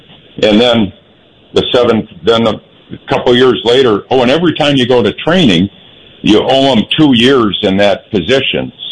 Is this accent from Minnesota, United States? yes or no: yes; Minneapolis, Minnesota, United States; I get to Northwest Airlines, my hometown. I'm back to Minneapolis, and I'm thinking, life is great.